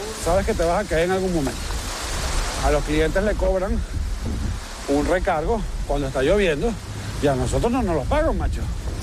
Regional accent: Venezuela; moved away as an adult; now in Spain; yo en mi país, en Venezuela, yo soy economista.

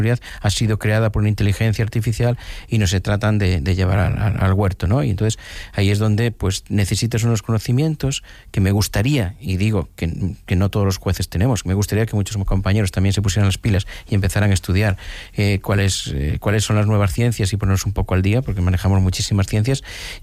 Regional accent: Galicia, Spain; Yo soy gallego, aquí cualquier anciano cualquier anciana de mi pueblo te dice enseguida lo que tienes según lo que haces.

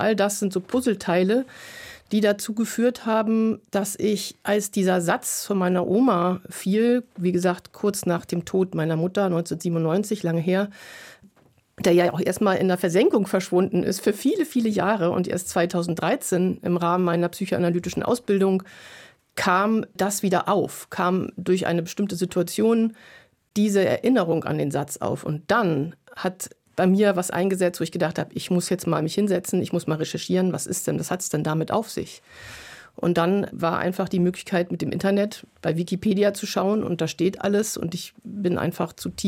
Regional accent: Germany; accent: German; war zum Beispiel mal ein Jahr in Costa Rica, wo ich als Nazi-Schlampe beschimpft wurde. Man hat meinen deutschen Akzent gehört und es hat mich sehr getroffen.

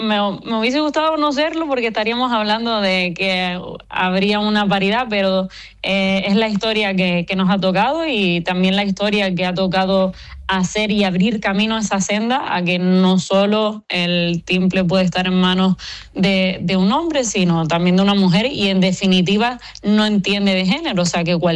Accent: Valsequillo de Gran Canaria, Canary Islands, Spain; en mi pueblo, donde también me ha visto crecer mis vecinos y vecinas

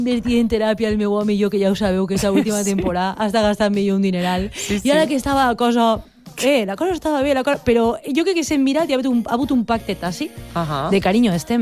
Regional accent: Ontinyent, Valencian Community, Spain; now in Valencia, Spain; Ontinyent, que és el meu poble, i és des d'on estic fent la secció avui.

